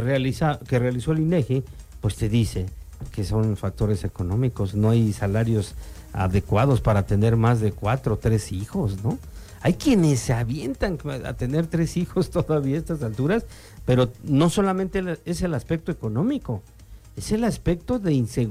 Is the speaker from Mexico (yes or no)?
yes; Mexico